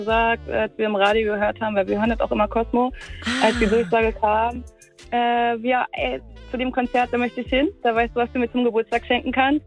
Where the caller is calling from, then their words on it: Berlin, Germany; Ich sitze gerade im Auto in Berlin.